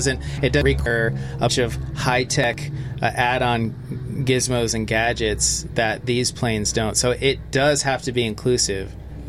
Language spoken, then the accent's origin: English; Kenosha, Wisconsin, United States; also born or lived in North Chicago, United States; I was born in Kenosha, Wisconsin, raised here, and then moved across the state line, went to high school in North Chicago, Illinois